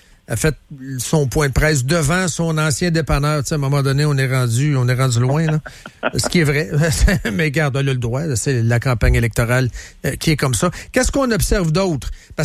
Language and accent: French; Trois-Rivières, Quebec, Canada; moi aussi, je viens de Trois-Rivières